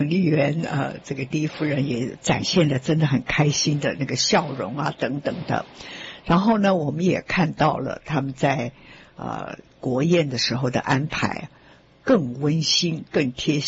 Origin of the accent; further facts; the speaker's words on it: Taiwan; moved away as an adult; now in United States; 我说我是台湾人也是中国人，我出生在台湾，但是我的祖籍是，我记得我们小时候写的身份证写的就是河北啊这样子